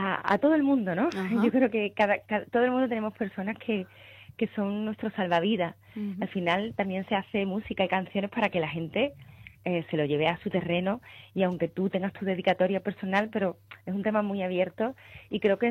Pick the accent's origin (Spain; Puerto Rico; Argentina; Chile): Spain; Coria del Río, Andalusia; also born or lived in Madrid; en Sevilla, concretamente en mi tierra, pues se me ha visto pues desde que era una niña